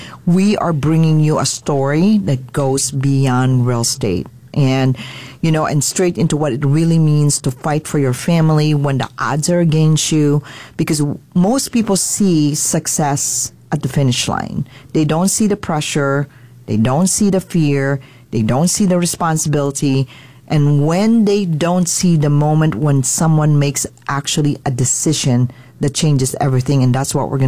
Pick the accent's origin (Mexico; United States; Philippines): Philippines; because I am Filipino.